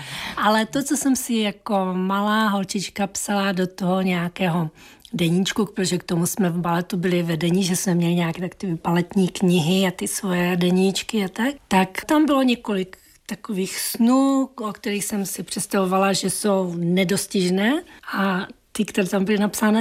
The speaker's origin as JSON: {"language": "Czech", "town": "Ostrava", "region": "Moravian-Silesian Region", "country": "Czechia", "tie": "born or raised there", "said": "já jsem rodačka z Ostravy. Moje rodina je ze Lvova."}